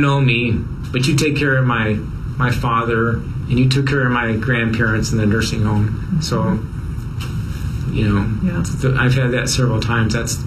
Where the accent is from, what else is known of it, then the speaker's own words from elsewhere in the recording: Kansas, United States; So when I grew up in Kansas, our vacation actually was to come to Minnesota fishing.